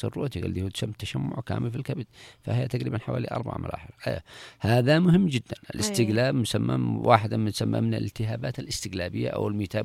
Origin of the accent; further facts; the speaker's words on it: Yemen; عندنا في اليمن أيضا معنا باقي معنا أيضا بالهارسيا،